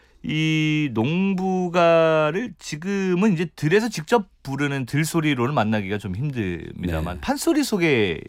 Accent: Tongyeong, South Gyeongsang, South Korea; moved away; 저는 이제 나고 자라기를 한산도 섬에서 이제 컸으니까

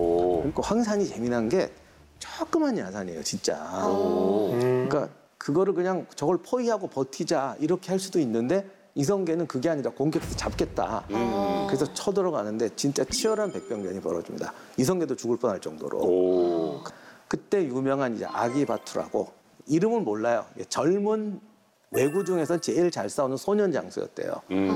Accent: South Korea; 저도 한국 사람이지만 한국 사람이 활 잘 쏘는 건 뭔지를 이유가 뭔지 모르겠어요.

